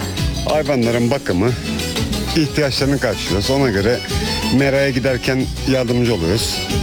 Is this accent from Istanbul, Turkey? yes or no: yes; Istanbul, Turkey; born there; 51 yaşındayım. Bu köy doğumluyum.